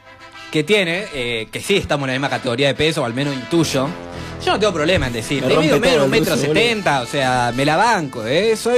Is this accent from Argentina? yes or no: yes; Argentina